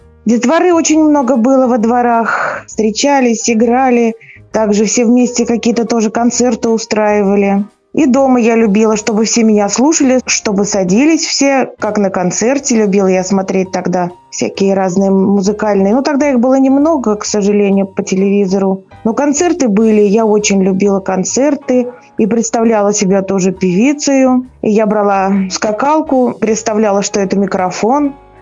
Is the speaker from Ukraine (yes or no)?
no; Samara, Samara Oblast, Russia; Родилась я в городе Куйбышеве, тогда еще был город Куйбышев. Родилась я в 1977 году.